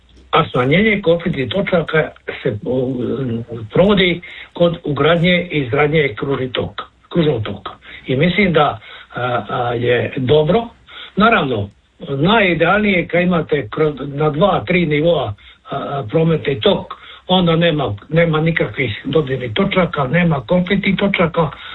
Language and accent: Croatian; Split, Split-Dalmatia County, Croatia; kod nas u Splitu